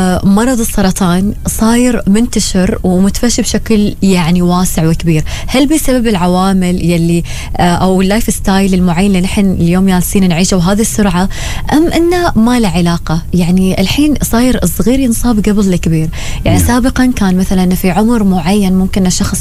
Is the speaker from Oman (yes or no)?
yes; Oman